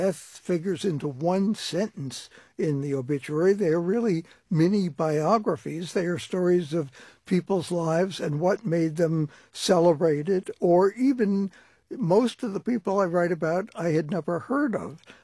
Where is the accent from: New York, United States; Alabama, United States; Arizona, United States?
New York, United States; Brooklyn; Well, I come from a culture growing up in Brooklyn where death was denied.